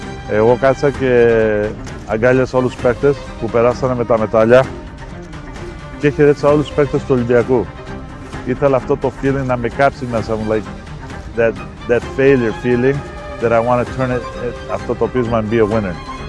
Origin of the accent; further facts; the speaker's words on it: Greece; Που δεν είμαι από την Κρήτη, είμαι ένας περήφανος Έλληνας.